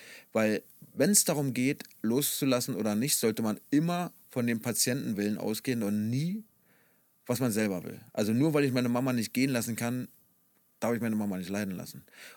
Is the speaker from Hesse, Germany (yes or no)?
no; Berlin, Germany; ich bin ja damals im Osten in Marzahn-Hellersdorf groß geworden, war ja ein raues Pflaster.